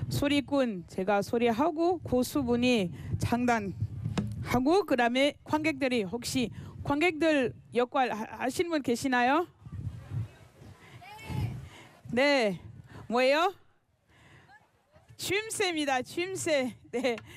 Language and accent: Korean; France; Korean is a second language; now in South Korea; 안녕하세요. 저는 프랑스에서 온 … 입니다. 반갑습니다.